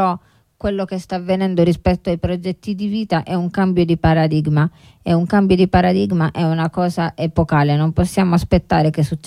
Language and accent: Italian; Apulia, Italy; io sono di origine, sono pugliese, quindi penso che in Puglia non si sia neanche mai arrivati a concettualizzare il decreto 162 sui progetti di vita.